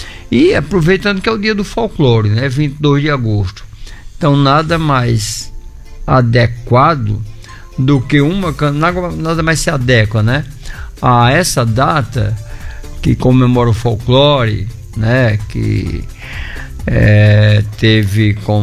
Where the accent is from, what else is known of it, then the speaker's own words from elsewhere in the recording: Rafael Godeiro, Rio Grande do Norte, Brazil; esteve em Rafael Godeiro, também minha terra